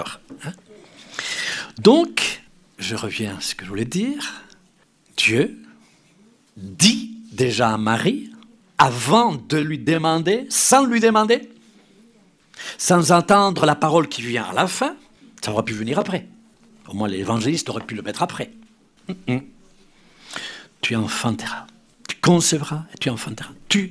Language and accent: French; Spain; Pour ma part, peut-être parce que je suis espagnol, je préfère cette traduction qui n'enlève rien à l'autre.